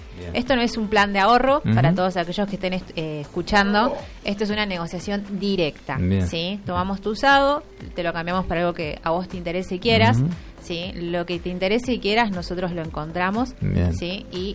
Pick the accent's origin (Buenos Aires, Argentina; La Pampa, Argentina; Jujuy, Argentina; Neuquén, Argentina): Neuquén, Argentina; Soy neuquina, la empresa es neuquina, ¿sí? Estamos en Neuquén Capital